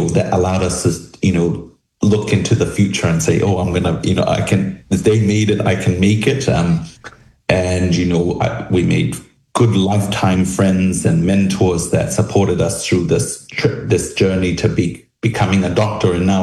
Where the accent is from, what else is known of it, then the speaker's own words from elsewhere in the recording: Tongatapu, Tonga; moved away as an adult; also born or lived in Auckland, New Zealand; now in Sydney, Australia; I was born in Tonga. My mum is Tongan and dad is Australian, but, you know, they grew up in a little village of Hatafu in Golovai and went to a little Tongan primary school